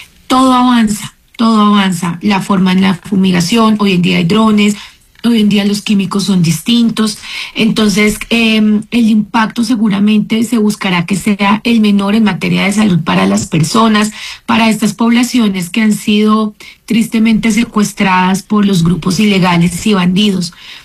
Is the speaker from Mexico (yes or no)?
no; Colombia